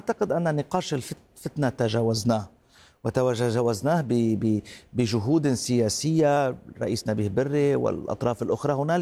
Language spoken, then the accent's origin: Arabic; Lebanon; نحتاج كلبنانيين ولبنانيات